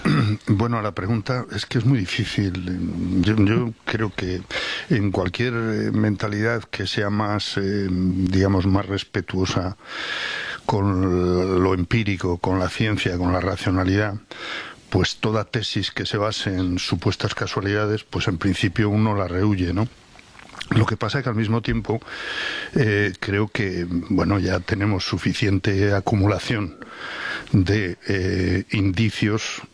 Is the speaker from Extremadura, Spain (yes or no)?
no; León, Castile and León, Spain; Soy de León.